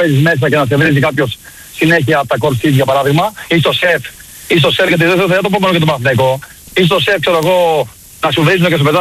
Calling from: Peristeri, Attica, Greece; Εγώ είμαι από το Περιστέρι, Ολυμπιακός.

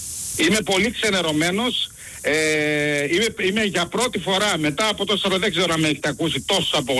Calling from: Netherlands; πάω Κολλανδία. Εδώ ήρθα εχθές από τη Θεσσαλονίκη. Εδώ όντως είναι δροσερά.

